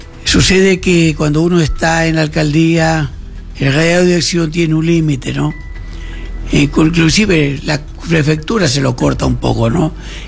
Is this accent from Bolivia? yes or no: no; Buenavista, Ecuador; yo soy de Buenavista.